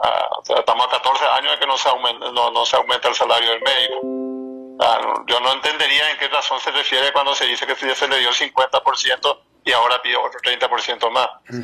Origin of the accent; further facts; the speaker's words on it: Sapucaí, Paraguarí, Paraguay; born there; now in Paraguarí, Paraguay; Yo soy del noveno departamento, nacido en Sapucaí y vivo en Paraguarí.